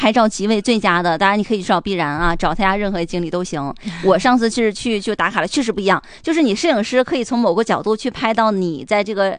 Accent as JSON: {"language": "Chinese", "region": "Northeast China", "country": "China", "said": "我们东北人其实讲究啥呢，有里有面"}